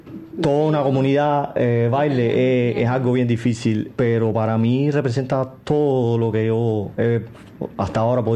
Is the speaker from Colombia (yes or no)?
no; Cuba; now in Stuttgart, Germany; no porque sea cubano, porque ya siendo cubano